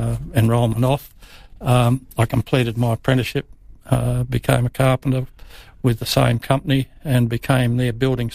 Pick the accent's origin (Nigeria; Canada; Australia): Australia; Adelaide, South Australia; born there; I was born in Adelaide. My parents both their families go right back to the early settlement of South Australia.